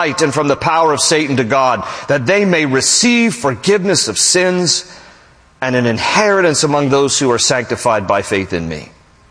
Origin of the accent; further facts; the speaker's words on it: West Virginia, United States; Look, you know, I'm from West Virginia. I can make fun of my people, ladies and gentlemen. Webster County, West Virginia.